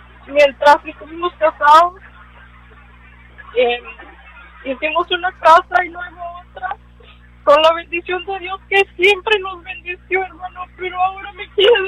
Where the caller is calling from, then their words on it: Edinburg, Texas, United States; Y hablo de Edimburgo.